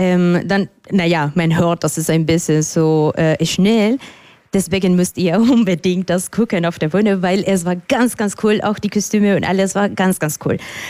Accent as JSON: {"language": "German", "country": "Colombia", "second_language": "German", "said": "also ich komme aus Kolumbien, nicht so weit weg von Nicaragua"}